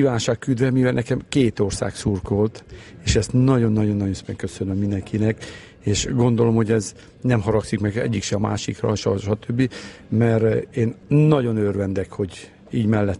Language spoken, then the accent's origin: Hungarian; Transylvania, Romania; Én mivel kettős állampolgár vagyok, magyar is vagyok, román is. Ott játszok, ahol felkérnek, ahol játszok. Mivel ott élek ki, Erdélyben